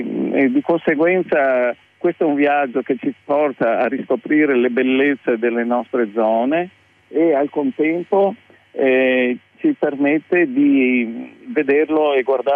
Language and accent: Italian; Padua, Veneto, Italy; Noi siamo di Padova